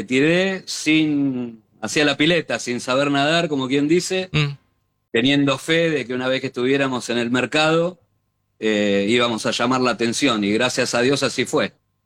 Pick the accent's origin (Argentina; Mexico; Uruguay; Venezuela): Argentina; Mar del Plata, Buenos Aires Province; also born or lived in Los Angeles, United States; now in Miami, United States; Soy oriundo de Mar del Plata. Salí de La Feliz por primera vez en el 87 rumbo a Los Ángeles, que mis viejos emigraron hace muchos años atrás. Volví para Argentina